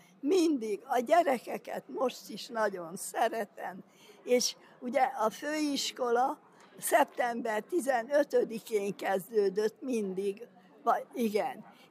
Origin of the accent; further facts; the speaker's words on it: Miskolc, Borsod-Abaúj-Zemplén, Hungary; born there; 1941. január 10. A gyárba születtem.